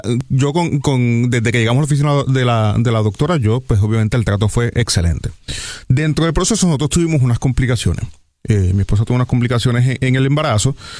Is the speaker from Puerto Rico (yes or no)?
yes; Barranquitas, Puerto Rico; moved away as an adult; now in Gurabo, Puerto Rico; Nosotros vivimos en Gurabo. Yo soy natural de Barranquita, pero llevo unos años viviendo en Gurabo.